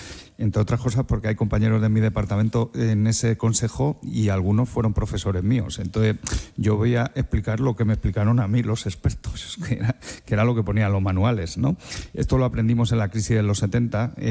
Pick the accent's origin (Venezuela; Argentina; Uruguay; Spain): Spain; Alcalá de Henares, Community of Madrid; Yo soy de Alcalá, Quevedo estaba allí en mi universidad también